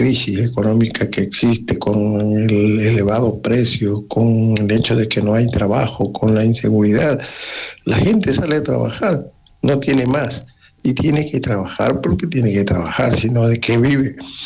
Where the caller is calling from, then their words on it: Ecuador; somos ecuatorianos